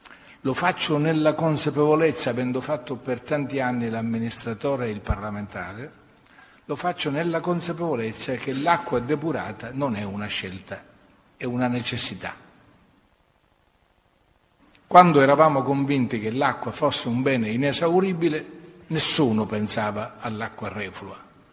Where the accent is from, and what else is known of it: Sicily, Italy